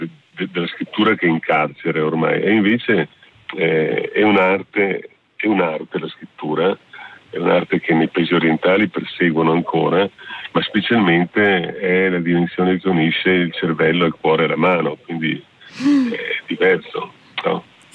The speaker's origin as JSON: {"language": "Italian", "town": "Venice", "region": "Veneto", "country": "Italy", "said": "sono veneziano."}